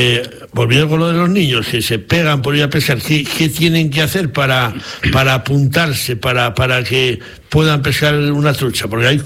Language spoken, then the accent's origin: Spanish; Sayago, Castile and León, Spain; como dicen en mi pueblo, en Sayago, no podemos estar en misa y repicando